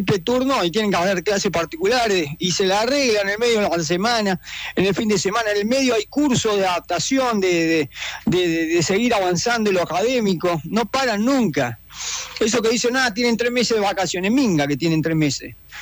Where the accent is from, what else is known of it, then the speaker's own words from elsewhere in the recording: Argentina; fundamentalmente nuestra identidad como argentinos